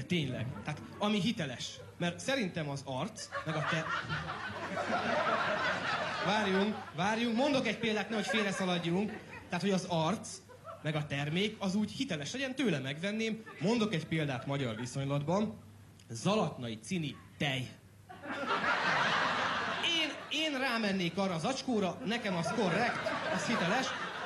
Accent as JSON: {"language": "Hungarian", "country": "Hungary", "tie": "born or raised there", "moved": "yes"}